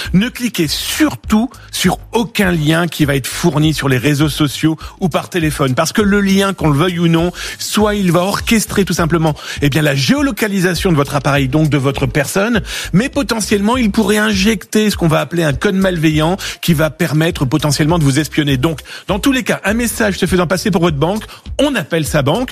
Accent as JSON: {"language": "French", "town": "Saint-Flour", "region": "Auvergne-Rhône-Alpes", "country": "France", "said": "Ah, de Saint-Flour."}